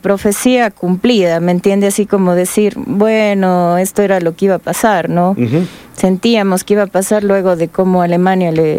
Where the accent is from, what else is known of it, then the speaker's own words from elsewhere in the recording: Ecuador; es un sentimiento que quizás como ecuatorianos lo conocemos de otras veces